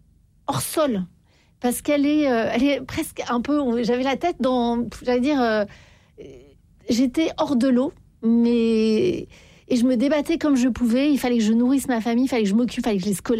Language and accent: French; Paris, Île-de-France, France; vous savez, moi je suis parisienne, on râle beaucoup, les gens sont pas sympas parfois dans le métro.